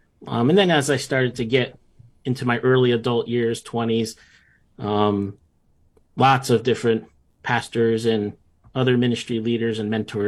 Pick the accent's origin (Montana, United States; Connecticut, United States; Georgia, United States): Connecticut, United States; North Branford; Well, I grew up here in Connecticut, southern Connecticut, in a town called North Branford. Lived here all my life, and it's in New Haven County. So on the kind of the beautiful shoreline of Connecticut is where I'm from and where I've grown up and a native of.